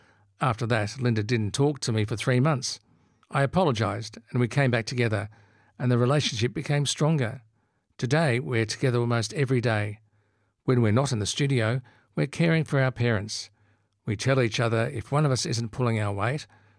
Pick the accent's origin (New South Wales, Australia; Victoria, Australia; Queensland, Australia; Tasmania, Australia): Victoria, Australia; Melbourne; We grew up near the Botanic Gardens in Melbourne and were always climbing the pine trees.